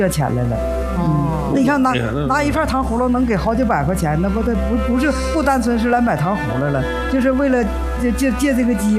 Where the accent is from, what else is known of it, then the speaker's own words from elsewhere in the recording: Changchun, Jilin, China; 真是咱们长春人太好了